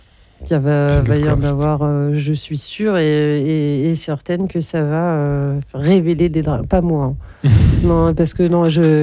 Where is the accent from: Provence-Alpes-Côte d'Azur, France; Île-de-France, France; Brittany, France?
Île-de-France, France; Paris; Parce que moi, je venais de Paris, donc c'était habituel.